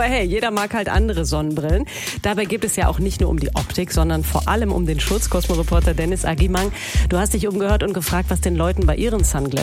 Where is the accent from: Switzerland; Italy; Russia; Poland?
Italy; ich als Italienerin